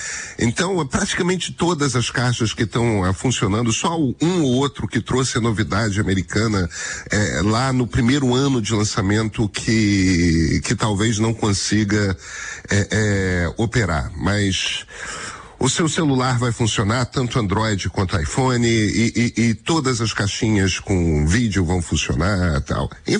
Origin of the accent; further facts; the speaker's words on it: Rio de Janeiro, Brazil; Eu sou carioca, gente. Não, a gente não é nasceu pra isso.